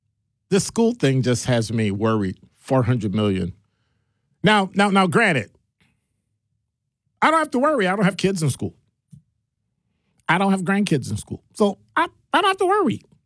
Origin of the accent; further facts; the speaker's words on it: Chicago, Illinois, United States; Just growing up in Chicago.